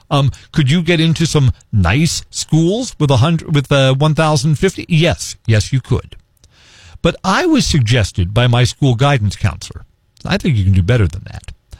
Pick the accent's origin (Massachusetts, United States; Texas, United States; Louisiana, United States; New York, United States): New York, United States; Bronx; But wait a minute, but I grew up in the Bronx. We don't grow a lot of potatoes in the Bronx.